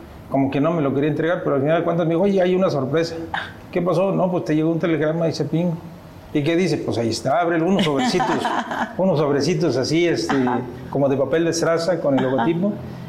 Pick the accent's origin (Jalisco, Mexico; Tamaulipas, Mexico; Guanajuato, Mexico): Tamaulipas, Mexico; Miquihuana; moved away; Yo soy originario del municipio de Miquihuana, estado de Tamaulipas.